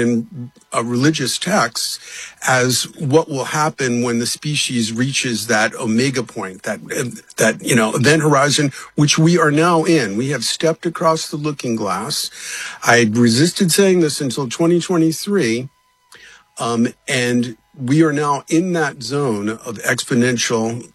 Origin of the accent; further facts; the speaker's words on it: Bronx, New York, United States; And then when I grew up in the Bronx, I grew up listening to the Long John Neville show